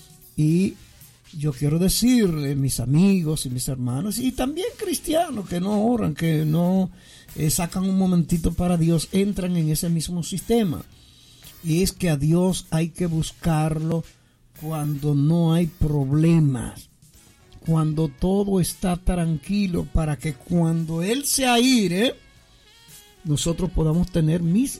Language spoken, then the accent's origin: Spanish; Dominican Republic; los diferentes líderes de nuestra República Dominicana